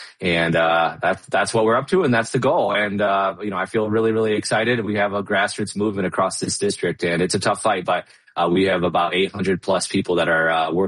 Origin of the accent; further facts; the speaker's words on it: Rockford, Illinois, United States; I am from the Rockford area, from a working class background, been doing a lot of great work through community organizations for the last 15 years.